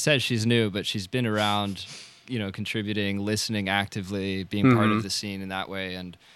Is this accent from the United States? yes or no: yes; Maryland, United States; moved away as an adult; now in Rochester, United States; I'm originally from Maryland.